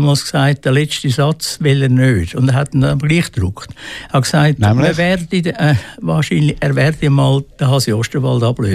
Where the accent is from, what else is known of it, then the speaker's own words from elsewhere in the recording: Zurich, Switzerland; also born or lived in Aarau, Aargau; Also ich bin Zürcher, in Zwiediken aufgewachsen wie du, aber ein bisschen mit Abstand. Und auch dort in die Schule gegangen